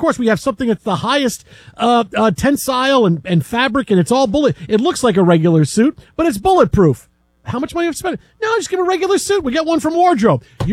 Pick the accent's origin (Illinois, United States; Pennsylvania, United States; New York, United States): New York, United States; And I grew up in New York, but I left and I moved back and I left and I moved back.